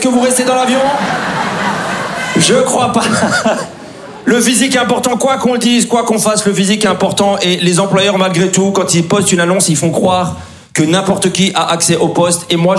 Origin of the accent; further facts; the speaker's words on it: Grand Est, France; j'ai grandi en Alsace avec la forte présence de la communauté turque.